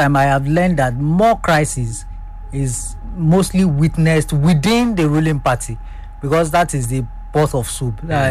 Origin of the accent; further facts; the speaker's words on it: Nigeria; as a Nigerian